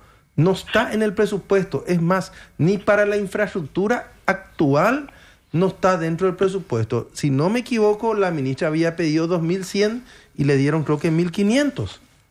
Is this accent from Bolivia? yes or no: no; Paraguay